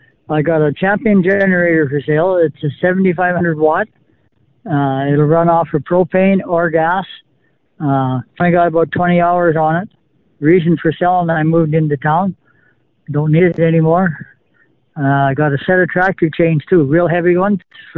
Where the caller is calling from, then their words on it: Treherne, Manitoba, Canada; Treherne.